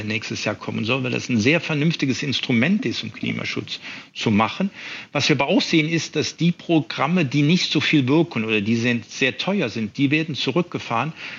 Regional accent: Mannheim, Baden-Württemberg, Germany; Also ich komme aus Mannheim

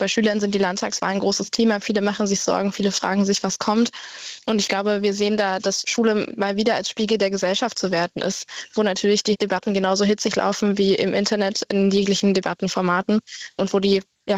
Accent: Saxony, Germany; Das kenne ich aus meinem Heimatbundesland Sachsen sehr gut.

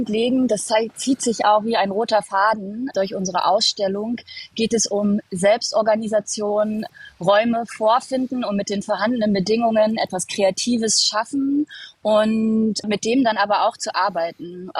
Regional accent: Saxony-Anhalt, Germany; ist in der Kleinstadt in Sachsen-Anhalt, wo ich aufgewachsen bin, einen Club zu eröffnen in einem verlassenen Haus.

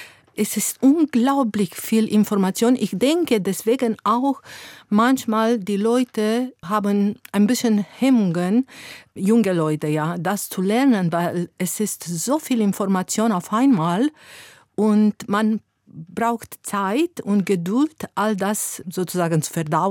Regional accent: Romania; moved away; für mich als Rumänin

